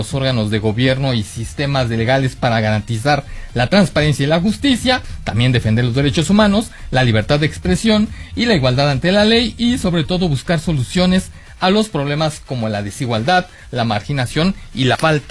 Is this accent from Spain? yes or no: no; Mexico; Lo que queda es el patriotismo, lo que queda somos los mexicanos que queremos ser mejores cada día.